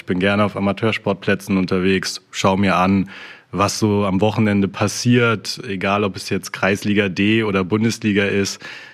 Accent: Hamburg, Germany; Also dadurch, dass ich gebürtiger Hamburger bin

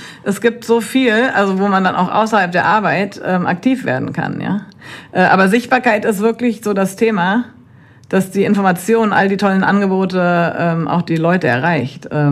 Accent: Wiesbaden, Hesse, Germany; moved away as an adult; also born or lived in Mainz; now in Rüsselsheim, Germany; bin im Rheingau-Taunus-Kreis in Wiesbaden groß geworden und habe dann in Mainz studiert. Später, als ich dann wieder hier im Rhein-Main-Gebiet war beruflich, bin ich nach Darmstadt gependelt von Wiesbaden aus.

